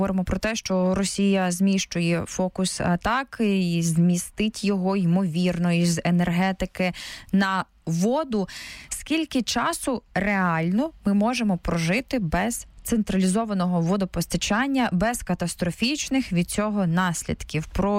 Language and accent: Ukrainian; Western Ukraine, Ukraine; Я родом з Заходу України